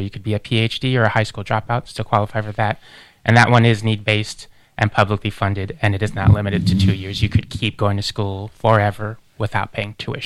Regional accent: Fresno, California, United States; also born or lived in Chico; now in Redding, United States; I am originally from the Fresno area. I moved up to Redding to go to Shasta College

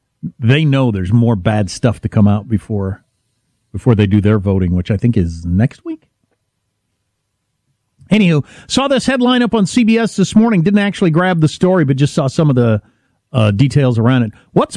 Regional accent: United States; as an American

